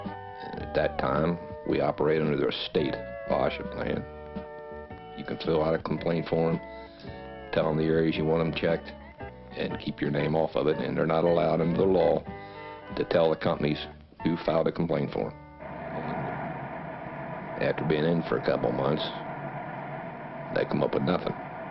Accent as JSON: {"language": "English", "town": "Carmel", "country": "United States", "tie": "born there", "said": "Well, I was born in Carmel on the 30th of January, 37. My dad, he's all born and raised in Carmel."}